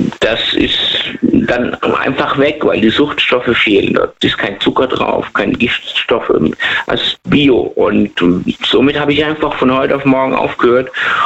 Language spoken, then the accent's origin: German; Lebanon; German is a second language; now in Germany